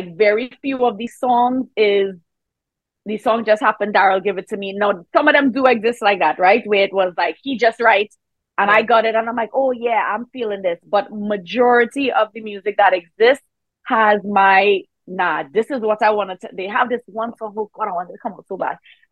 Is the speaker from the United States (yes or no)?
no; Trinidad & Tobago; I am from Trinidad. I play mass.